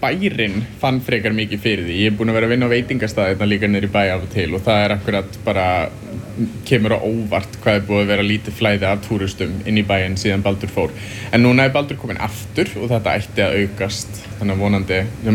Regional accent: Reykjavík, Capital Region, Iceland

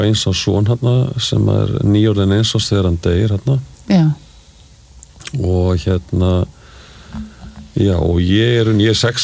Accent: Reykjavík, Capital Region, Iceland; Ég alveg upp í Reykjavík

